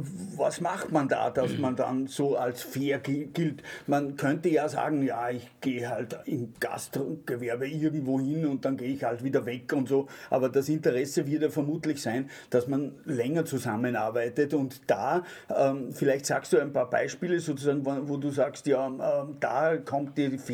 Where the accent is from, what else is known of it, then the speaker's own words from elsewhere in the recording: Salzburg, Austria; ich bin auch aus Salzburg